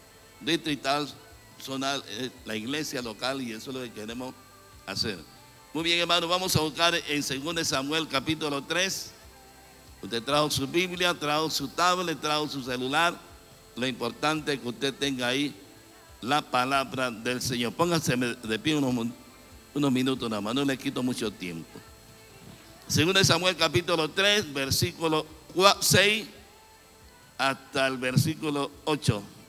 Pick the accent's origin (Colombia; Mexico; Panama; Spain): Panama; Progreso, Chiriquí; moved away; nos vamos para Progreso, para mi pueblo